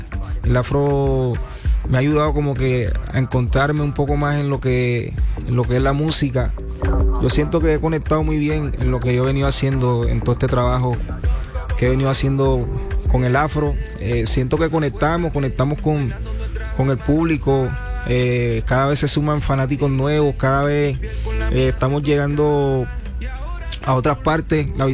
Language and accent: Spanish; Caribbean Region, Colombia; Me siento feliz de estar en mi costa, en mi tierra, tú sabes.